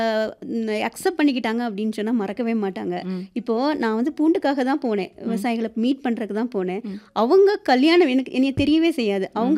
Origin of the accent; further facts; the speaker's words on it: Kanyakumari, Tamil Nadu, India; moved away as an adult; now in Kodaikanal, India; கன்னியாகுமரி என்னோட சொந்த ஊர்